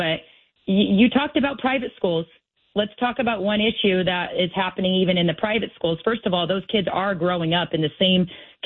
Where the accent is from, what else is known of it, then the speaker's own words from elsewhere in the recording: Chino, California, United States; I come from Chino, which used to be a dairy cow farm land type of area.